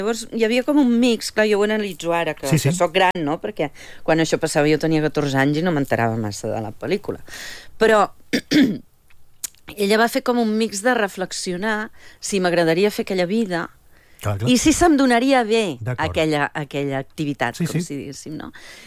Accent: Figueres, Catalonia, Spain; jo sóc de províncies, vinc de Figueres.

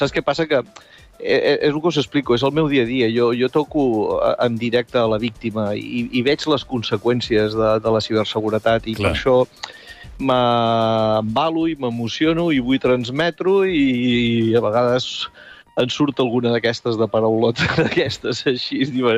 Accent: Catalonia, Spain

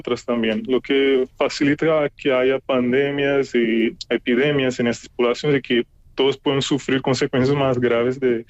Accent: Brazil; Spanish is a second language; mayormente por investigadores que son de Latinoamérica, como yo también, que soy de Brasil

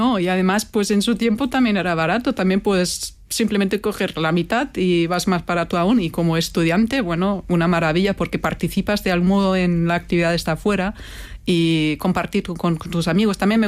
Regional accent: Germany; moved away; also born or lived in Madrid / London; soy alemana en una zona donde mayormente se ha votado por el Brexit

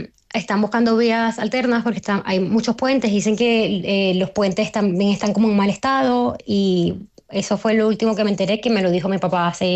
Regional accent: La Guaira, Venezuela; De la parte de mi zona, de donde yo soy, no llego a mayores, pero sí un poco más a la zona de Playa Grande

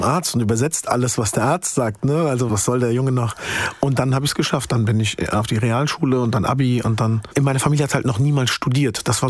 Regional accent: Wiesbaden, Hesse, Germany; accent: Hessian; Ich bin in Wiesbaden groß geworden, um ehrlich zu sein, in Mainz-Kostheim.

